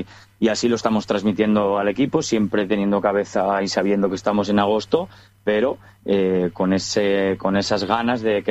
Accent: Binéfar, Aragon, Spain; todos los que somos de Binéfar y del Binéfar

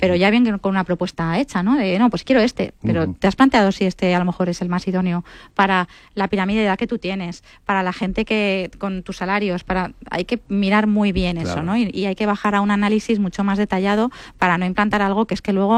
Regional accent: Vigo, Galicia, Spain; born there; now in Madrid, Spain; Sí, nací en Vigo, pero llevo ya 30 años viviendo en Madrid.

